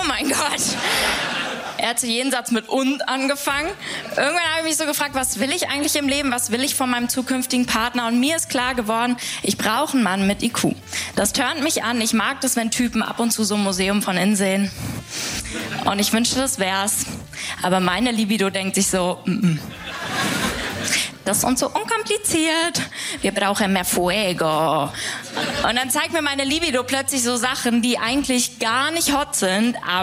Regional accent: Berlin, Germany; Ich komme aus Berlin und ich bin 1,60 groß.

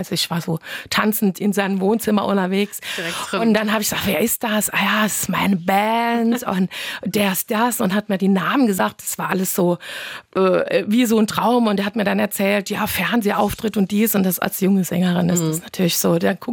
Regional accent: Saarland, Germany

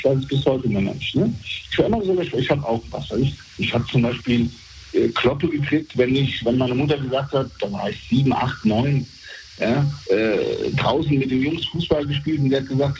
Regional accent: Bad Soden am Taunus, Hesse, Germany; und mein Vater kannte halt jeder in diesem Dorf. Ja? Wir sind in Bad Soden am Taunus groß geworden und jeder kannte ihn halt durch seinen Job.

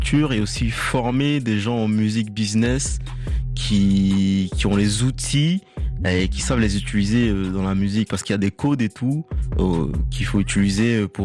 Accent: Benin; Je suis originaire du Bénin

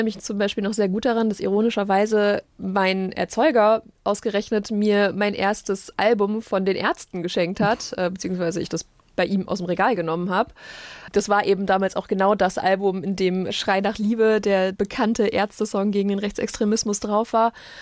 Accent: Germany; also born or lived in Osnabrück; In so einer alteingesessenen CDU-Familie, in einem kleineren Ort eben. Sehr, sehr westdeutsch auch. Also ich bin relativ nah der niederländischen Grenze groß geworden und ja, habe da so meine Kindheit und Jugend verbracht.

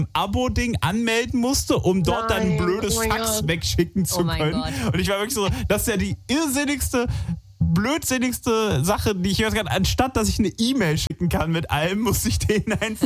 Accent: Alzey, Rhineland-Palatinate, Germany; Ich bin in Alzey groß geworden. Das ist nicht weit weg.

